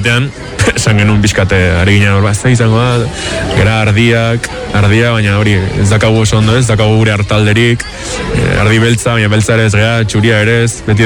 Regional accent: San Sebastián, Basque Country, Spain; taldekoa, eta Donostiarra gara, irukote bat gara, eta Donostiarra gara.

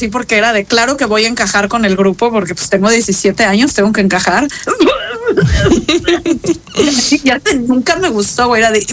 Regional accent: Mexico City, Mexico; now in Panama; en Ciudad de México. Yo nací y crecí en Ciudad de México.

